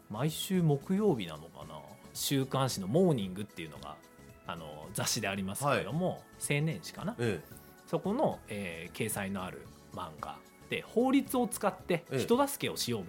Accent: Otaru, Hokkaido, Japan; 私は北海道の小樽市出身なんですね

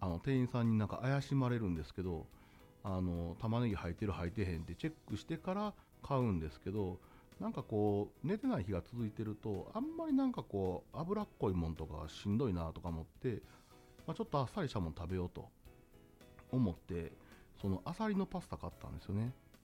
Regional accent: Osaka, Japan; 私大阪出身なんで、

